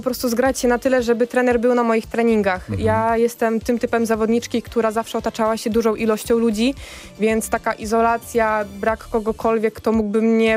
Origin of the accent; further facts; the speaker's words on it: Chełm, Lublin Voivodeship, Poland; wróciłam z powrotem do mojego rodzinnego miasta